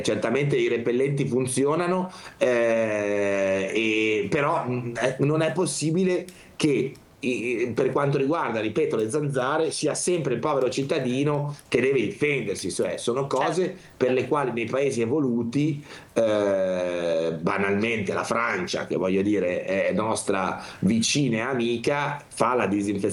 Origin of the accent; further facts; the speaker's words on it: Genoa, Liguria, Italy; born there; alla Villa Rossi, a Sestri, ci andavo anch'io quando ero piccolo a Villa Rossi.